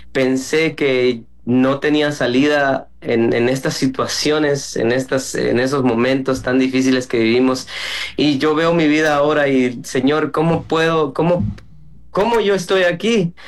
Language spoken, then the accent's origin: Spanish; Guatemala; now in Miami, United States; Sí, soy de Guatemala, pero radico en Miami ahora.